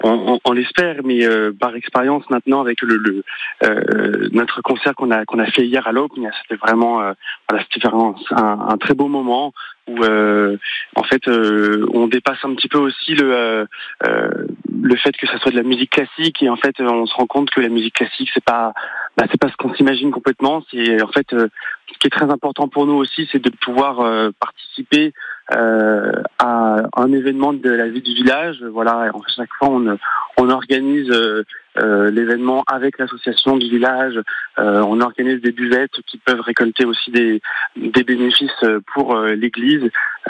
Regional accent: Corsica, France; moi, je suis originaire de Saint-André-d'Ortine, donc l'un des villages de La Chinarque.

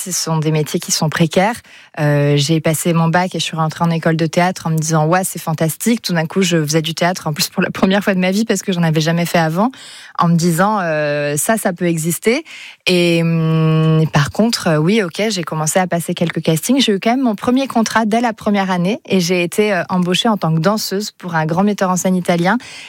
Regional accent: Béziers, Occitanie, France; j'ai grandi à Béziers, j'étais juste à côté.

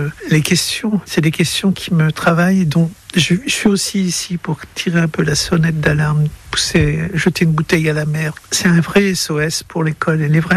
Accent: France; chez nous, en France

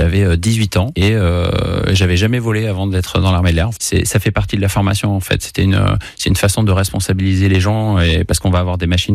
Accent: Monbazillac, Nouvelle-Aquitaine, France; j'ai 47 ans et je suis de Montbazillac

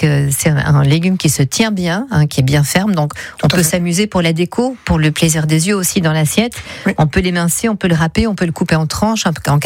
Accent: Provence-Alpes-Côte d'Azur, France; chez nous en Provence

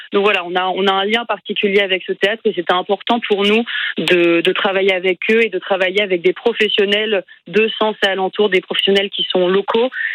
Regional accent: Sens, Bourgogne-Franche-Comté, France; personnellement, j'ai grandi à Sens. Je connais ce théâtre depuis que je suis toute petite.

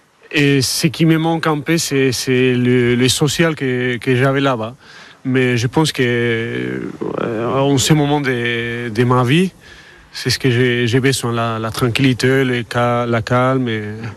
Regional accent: Basque Country, Spain; moved away as an adult; now in Limoges, France; moi, je suis basque, je suis d'un village à côté de Saint-Sébastien. Un très bel endroit.

